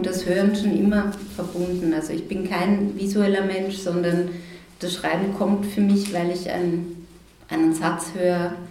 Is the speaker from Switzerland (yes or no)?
no; Styria, Austria; ich bin auch an der Grenze aufgewachsen, ungefähr so 200, 300 Meter von der heute österreichisch-slowenischen Grenze, die ganz lang eigentlich die ungarisch-österreichische Grenze war